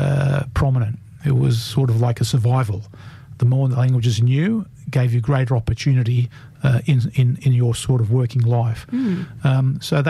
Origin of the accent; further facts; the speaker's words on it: Australia; Given that I was only 2 years old, I view myself as an Aussie, having grown up here. But I do not forget my heritage.